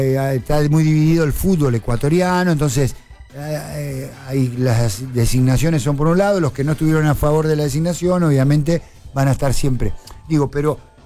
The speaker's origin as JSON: {"language": "Spanish", "town": "Lima", "region": "Buenos Aires Province", "country": "Argentina", "tie": "born or raised there", "said": "Está en Lima, mi pueblo."}